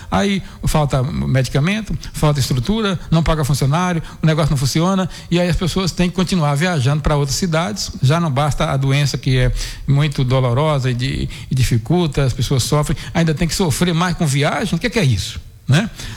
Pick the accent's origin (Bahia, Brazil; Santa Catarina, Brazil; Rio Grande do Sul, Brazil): Bahia, Brazil; Caetité; born there; now in Guanambi, Brazil; eu nasci em Caetité, sou caetitense